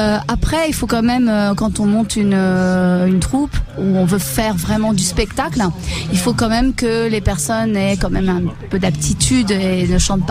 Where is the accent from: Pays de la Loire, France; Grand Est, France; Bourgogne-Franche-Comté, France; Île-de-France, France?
Île-de-France, France; Épône; moi, je suis éponoise. Donc, je ne suis pas née à Épône, mais j'ai vécu toute mon enfance à Épône.